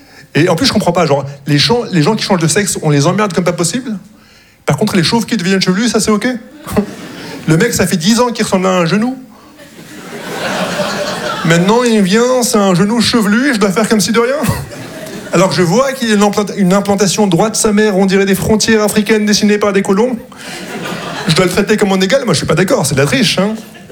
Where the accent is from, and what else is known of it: Morocco